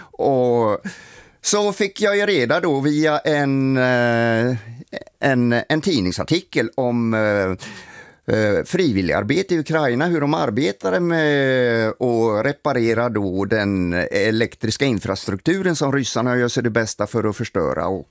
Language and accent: Swedish; Sweden; och sa att jag är en svensk man som jag vill komma ner och delta i ert arbete.